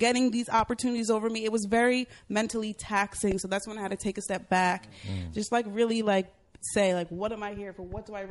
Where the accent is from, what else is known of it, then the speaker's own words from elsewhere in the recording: Jamaica; now in United States; Because speaking of being Jamaican, I work a whole 9-to-5 in education.